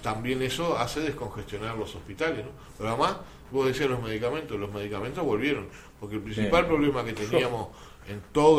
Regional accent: Uruguay; Uruguay no es como algunos uruguayos creen que somos una cosa aparte en el mundo.

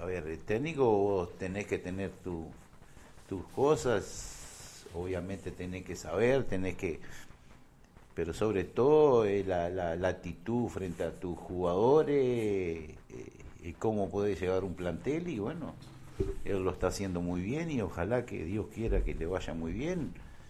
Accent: Salto, Uruguay; a veces nosotros los salteños quedamos contentos

